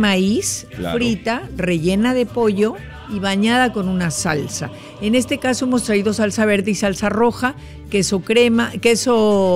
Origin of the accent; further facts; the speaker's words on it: Veracruz, Mexico; now in Peru; yo soy de Veracruz.